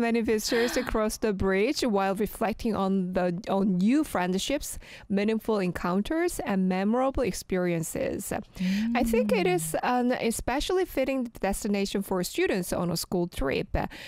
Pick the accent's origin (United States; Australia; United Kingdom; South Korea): South Korea; Jeju; And personally, I think growing up in Jeju is a privilege.